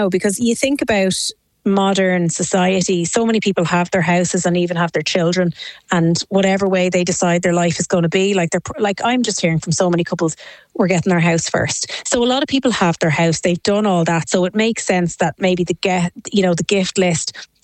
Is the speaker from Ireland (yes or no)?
yes; Ireland; as Irish, we're always very conscious